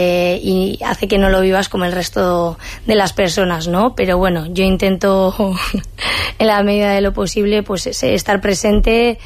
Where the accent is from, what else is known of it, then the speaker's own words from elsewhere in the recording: Hondarribia, Basque Country, Spain; son las fiestas de mi pueblo